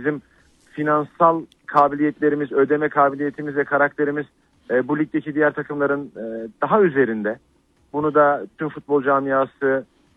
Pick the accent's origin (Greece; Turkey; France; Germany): Turkey; Adana; now in Kayseri, Turkey; ben Adanalıyım biliyorsun